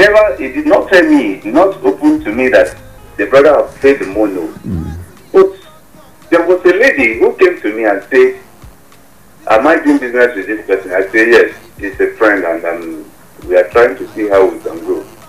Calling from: Abuja, Federal Capital Territory, Nigeria; I'm calling from Busa Abuja.

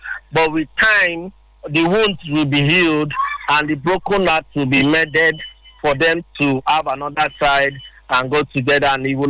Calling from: Port Harcourt, Rivers, Nigeria; I'm calling from Port Harcourt.

